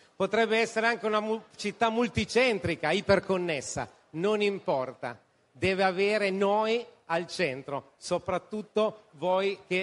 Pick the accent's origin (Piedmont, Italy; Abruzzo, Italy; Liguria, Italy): Piedmont, Italy; Turin; io sono di Torino